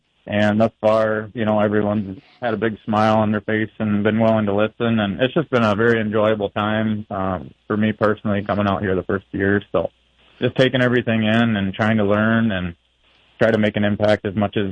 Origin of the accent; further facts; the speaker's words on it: Valley Springs, South Dakota, United States; I am from Valley Springs, South Dakota.